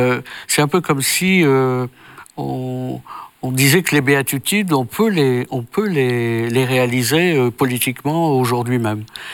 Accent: Tourcoing, Hauts-de-France, France; born there; Dans le Nord, oui. Je suis né dans le Nord. Je suis né à Tourcoing. Dans un milieu modeste. Enfin, et donc, mes parents nous éduquent chrétiennement, mais aussi avec cette fibre particulière qu'est l'action catholique.

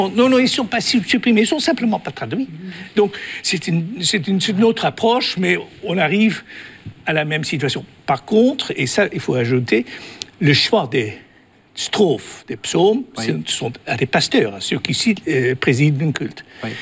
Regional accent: Netherlands; first language Dutch; French is a second language; je suis néerlandais.

